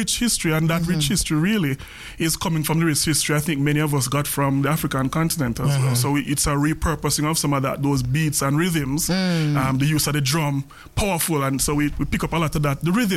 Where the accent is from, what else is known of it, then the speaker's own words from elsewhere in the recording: Jamaica; moved away; also born or lived in United Kingdom; I'm originally from Jamaica, but I worked with the Commonwealth in the United Kingdom for a while.